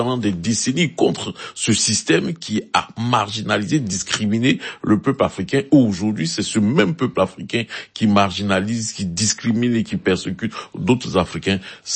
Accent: Abidjan, Côte d’Ivoire; Chez nous, à Abidjan

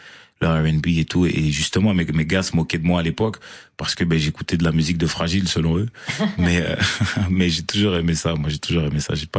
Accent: Marseille, Provence-Alpes-Côte d'Azur, France; quand je dis des fois aux gens que je viens de Marseille, ils disent mais tu dégages pas du tout la vibe de Marseille.

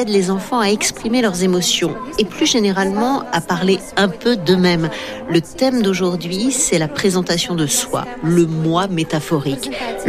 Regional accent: Lviv, Lviv Oblast, Ukraine; French is a second language; je viens de Lviv.

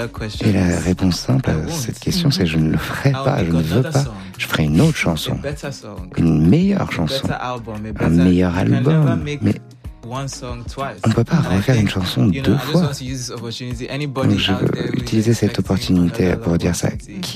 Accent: Anambra, Nigeria; first language Igbo; French is a second language; Igbo. C'est ma langue maternelle au Nigeria. Ça vient du sud-est du Nigeria.

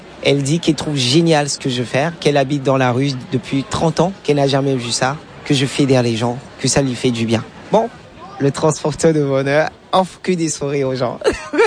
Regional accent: Benin; J'ai grandi au Bénin. Il faudrait aussi comprendre que le milieu dans lequel j'ai grandi, il y a au niveau, au sein de la culture, on parle beaucoup de danse lors des cérémonies, on danse énormément.

